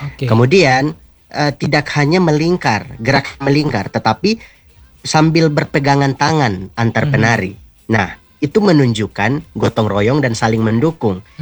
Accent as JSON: {"language": "Indonesian", "area": "Amanuban", "region": "East Nusa Tenggara", "country": "Indonesia", "said": "karena saya ini orang Amanuban."}